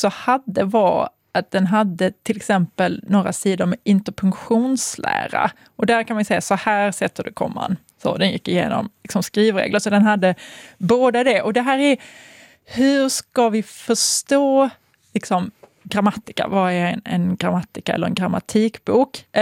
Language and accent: Swedish; Sweden; vi som svenska